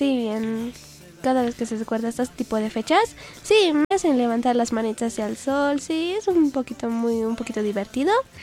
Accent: Bolivia

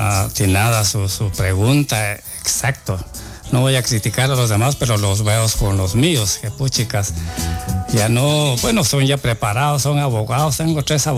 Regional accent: Purulhá, Baja Verapaz, Guatemala; Pues yo vengo de Purulá y siempre los escucho allá, toda la programación.

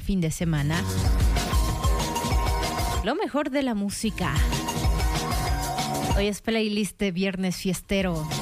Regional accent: Ecuador

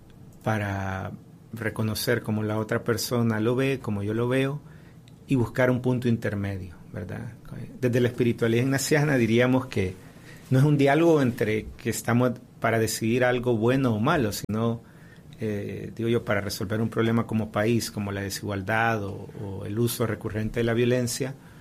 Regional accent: El Salvador

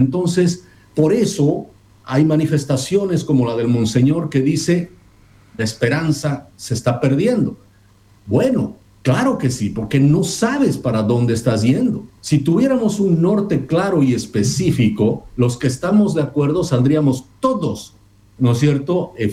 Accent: Bolivia

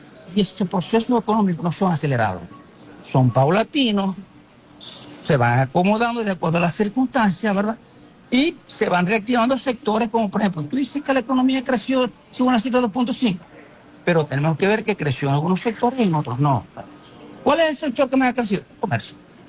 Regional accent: Venezuela; yo tengo confianza en mi país.

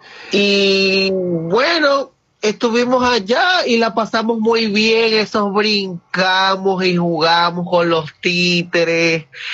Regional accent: Maracaibo, Zulia, Venezuela; accent: maracucho; Y bueno, como maracucho que soy, el acento se enmarca mucho más y es mucho más divertido para ellos, porque nunca habían escuchado nuestro acento maracucho.

